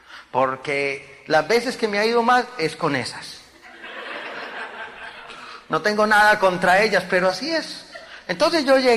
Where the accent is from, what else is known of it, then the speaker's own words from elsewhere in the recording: Medellín, Antioquia, Colombia; Yo soy colombiano